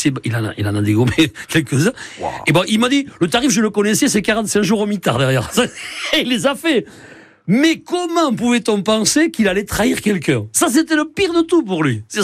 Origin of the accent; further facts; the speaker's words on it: Saint-Jean-de-Luz, Nouvelle-Aquitaine, France; Saint-Jean-de-Luz parce que j'y ai grandi.